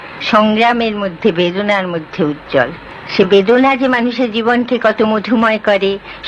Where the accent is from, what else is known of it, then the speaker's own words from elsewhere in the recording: India; born there; পরাধীন দেশে আমরা জন্মেছিলাম, পরাধীন দেশে আমরা বড় হয়েছিলাম